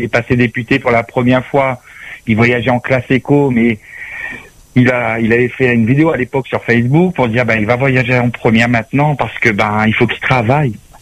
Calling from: Réunion

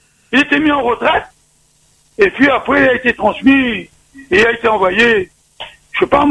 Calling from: Réunion; Je suis ici à La Réunion.

